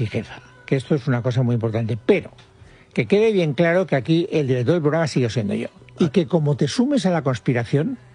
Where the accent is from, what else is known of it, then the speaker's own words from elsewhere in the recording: Castellón, Valencian Community, Spain; Es que como vengo de Castellón, todavía vengo con la mentalidad levantina.